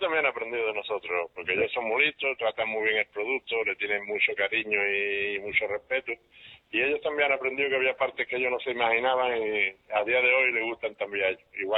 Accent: Barbate, Andalusia, Spain; Y la verdad que en mi pueblo ha sido un éxito este año la feria. Un incremento de personas impresionante, vamos, como nunca.

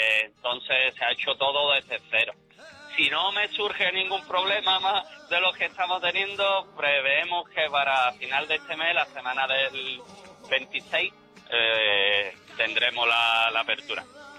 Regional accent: Cádiz, Andalusia, Spain; Cádiz, mi Cádiz, que yo soy de Cádiz

